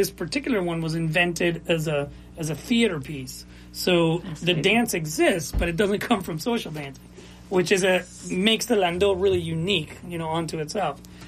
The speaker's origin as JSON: {"language": "English", "town": "Mount Vernon", "region": "Ohio", "country": "United States", "tie": "born or raised there", "also_born_or_lived": "Gambier", "said": "Right, because I grew up in Mount Vernon, it turns out. My dad had a job at Canyon College, so that's how I lived in Gambier, I guess, technically."}